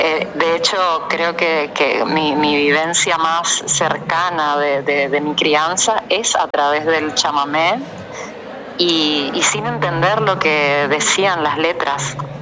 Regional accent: Corrientes, Argentina; Yo, nacida y criada en Corrientes Capital, soy diseñadora gráfica y soy artista.

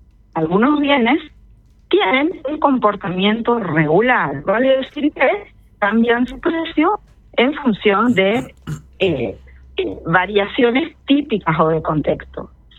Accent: Argentina

